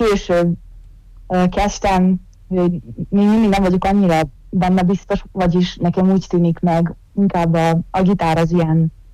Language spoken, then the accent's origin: Hungarian; Bečej, Vojvodina, Serbia; Mi hárman mindannyian óbecseiek vagyunk